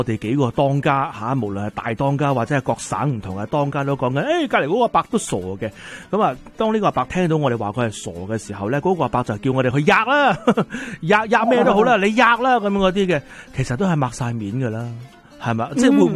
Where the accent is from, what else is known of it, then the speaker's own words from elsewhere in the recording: Canada; 我哋加拿大人